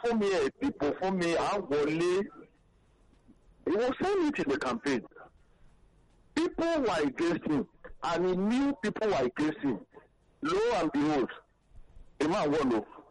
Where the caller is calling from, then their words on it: Kwara, Nigeria; I'm from Kwara State.